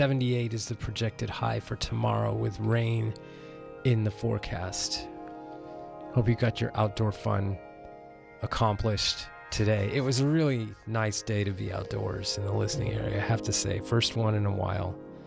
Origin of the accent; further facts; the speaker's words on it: Davis, California, United States; Shout out to my hometown station, KDVS-FM